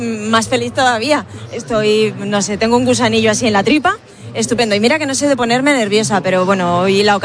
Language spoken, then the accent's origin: Spanish; Aragon, Spain; Como buena aragonesa que soy, pues le traigo algún detallito